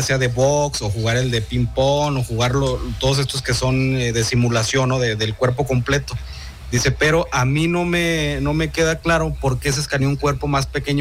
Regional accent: San Juan del Río, Durango, Mexico; en mi pueblo es el segundo colonizado aquí en el estado de Durango. El primero fue Nombre de Dios y luego fue San Juan de Río en las misiones franciscanas.

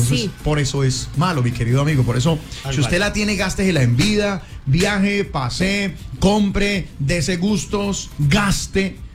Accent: Colombia; como buenos colombianos que somos

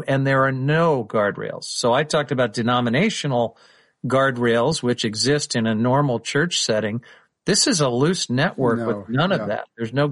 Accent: Independence, Missouri, United States; another kid that I grew up with in Independence, Missouri

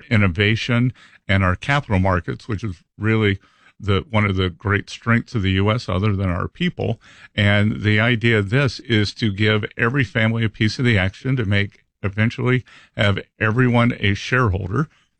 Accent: Little River, South Carolina, United States; I always tell people I'm from Little River, South Carolina, which is now the gateway to Myrtle Beach.

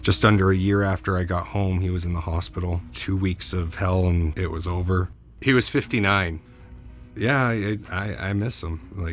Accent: Burnaby, British Columbia, Canada; I grew up in Burnaby, BC, outside of New Westminster. It's near Vancouver. It's all the same area.

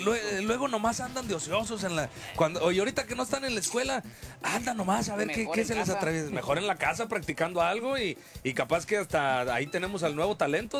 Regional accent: Morelia, Michoacán, Mexico; moved away; Yo soy de Morelia.

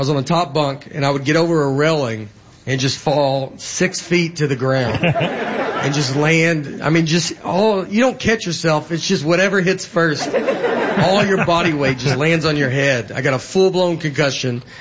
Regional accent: Old Hickory, Tennessee, United States; So I grew up in Old Hickory, Tennessee, and we used to climb down this cliff in Old Hickory Lake

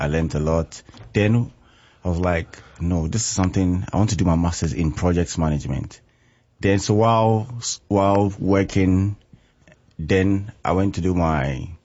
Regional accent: Accra, Greater Accra, Ghana; moved away as an adult; now in Kentucky, United States; I'm from the capital called Accra. That's the biggest city in Accra.

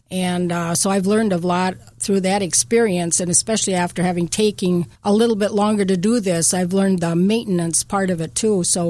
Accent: Sheldon, Iowa, United States; I'm from Sheldon

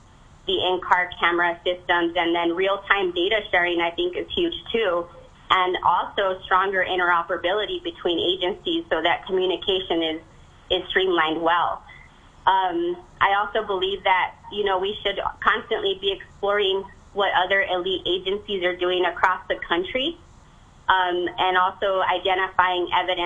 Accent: Doña Ana, New Mexico, United States; I grew up here in Doñana. This is my home, and I really care deeply about where we are headed.

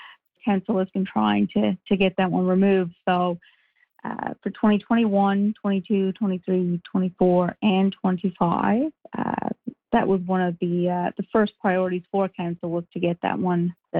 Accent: Bonavista, Newfoundland and Labrador, Canada; I was a little girl growing up in Bonavista.

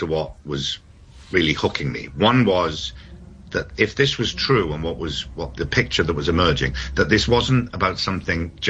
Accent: Newport, Wales, United Kingdom; born there; It turns out that when I was born, and I was born in Newport in South Wales, Douglas was there.

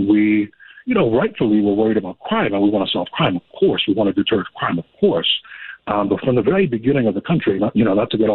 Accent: Providence, Rhode Island, United States; I've born and raised in South Providence. That's where my work is rooted.

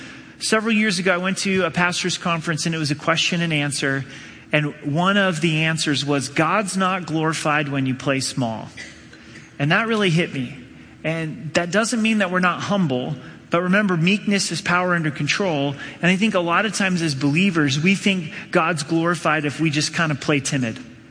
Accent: Oregon, United States; I grew up in Southern Oregon

